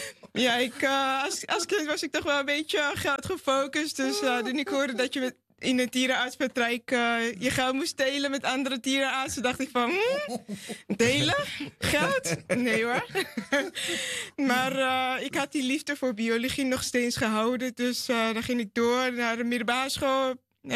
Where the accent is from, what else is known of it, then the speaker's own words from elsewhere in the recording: Amsterdam, North Holland, Netherlands; also born or lived in Suriname; En ik kom natuurlijk wel geboren in Suriname, opgegroeid in Amsterdam-Oost.